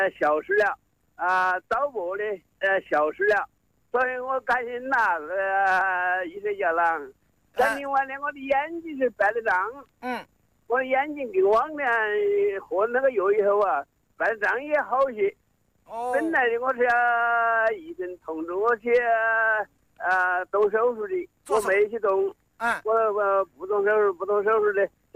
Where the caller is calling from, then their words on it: Hong'an, Hubei, China; 我是红安县。陈官镇。